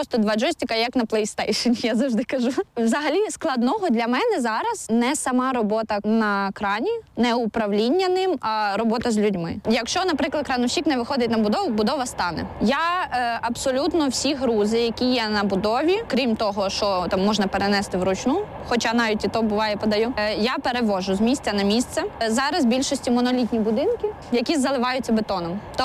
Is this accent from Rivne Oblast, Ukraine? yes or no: yes; Rivne Oblast, Ukraine; now in Lviv, Ukraine; Я з Рівненської області, і в нас там не сильно багато кранів. Точніше, 2 на все Рівне раніше було. І я, коли переїхала в Львів